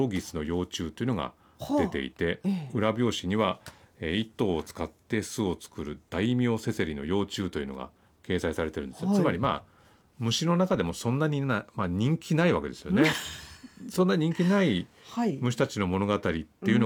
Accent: Higashiyamato, Tokyo, Japan; まあ、僕東京都の東大和市というところの出身なんですが、

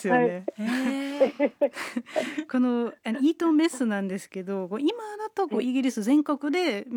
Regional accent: Germany; moved away; ドイツ人としてもすごく共感します。

